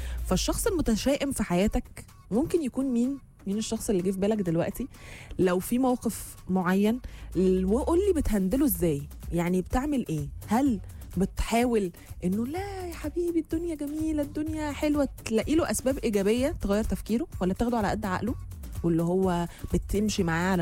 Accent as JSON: {"language": "Arabic", "country": "Egypt", "said": "احنا كمصريين"}